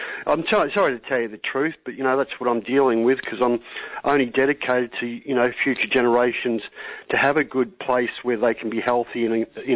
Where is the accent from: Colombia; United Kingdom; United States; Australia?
Australia; I am, you know, an 8th generation Australian where my forefathers built and fought in wars